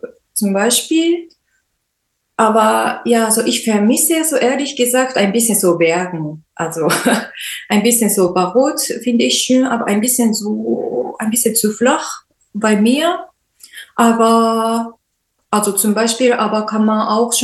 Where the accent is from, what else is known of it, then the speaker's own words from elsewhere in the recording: Japan; German is a second language; now in Germany; ein bisschen überlegt, ob wir in Japan zu wohnen oder in Deutschland. Und ich wollte eigentlich in meiner Heimat weiter wohnen, aber bei ihm war es ein bisschen schwierig, in Japan zu wohnen